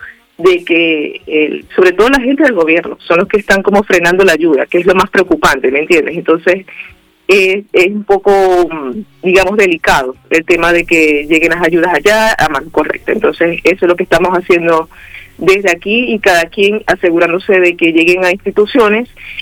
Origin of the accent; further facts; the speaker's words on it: Venezuela; esto ha sido algo que nos ha afectado a todos, obviamente, como hermanos venezolanos que somos.